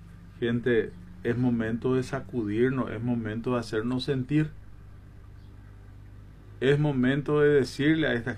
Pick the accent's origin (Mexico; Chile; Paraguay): Paraguay; Presidente Franco, Alto Paraná; Expreso mi indignación como ciudadano paraguayo, franqueño